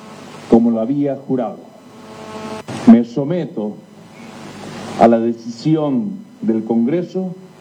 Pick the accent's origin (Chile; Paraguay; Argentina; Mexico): Paraguay; Pero no me despido como ciudadano paraguayo.